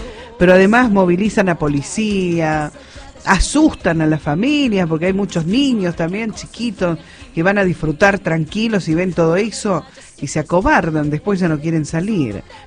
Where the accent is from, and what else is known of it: Argentina